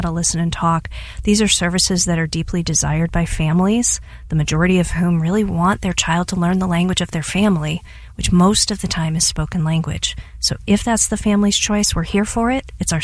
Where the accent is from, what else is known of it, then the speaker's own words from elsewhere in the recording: St. Louis, Missouri, United States; I hear stories like mine all the time, where I grew up in St. Louis and I went away to college and I found myself back at home over a holiday break.